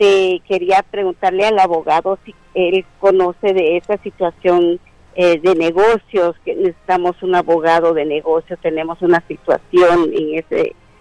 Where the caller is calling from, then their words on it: Houston, Texas, United States; De Houston.